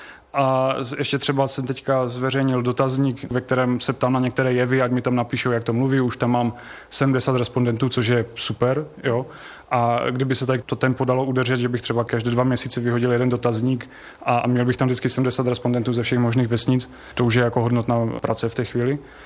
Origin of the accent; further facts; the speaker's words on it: Moravian-Silesian Region, Czechia; o ten náš kraj